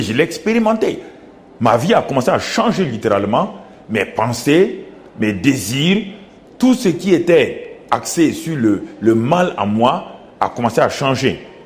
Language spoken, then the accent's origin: French; Burkina Faso; moved away; ils sont chez moi au Burkina Faso.